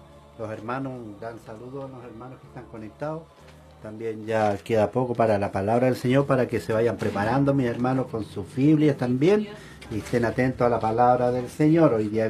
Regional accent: Lago Ranco, Los Ríos, Chile; somos de acá del Lago Ranco, diversos sectores también lejanos también

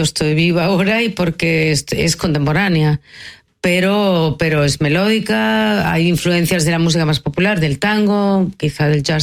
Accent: Catalonia, Spain; cuando estoy en Madrid me siento catalana, cuando estoy en París me siento quizá española, y cuando estaba en Boston me sentía europea

